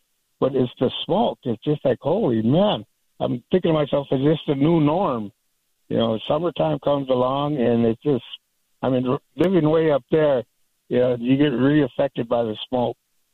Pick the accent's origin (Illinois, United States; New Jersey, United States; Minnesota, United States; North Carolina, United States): Minnesota, United States; now in Duluth, United States; Yeah, I live up in Duluth, Minnesota. I'm originally from the Whitehorse Reservation up in Minnesota, and how the smoke affects us.